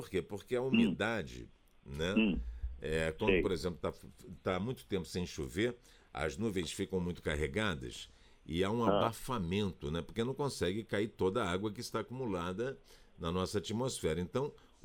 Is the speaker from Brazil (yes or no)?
yes; Rio de Janeiro, Brazil; now in Brasília, Brazil; Eu sou carioca, tô acostumado com altas temperaturas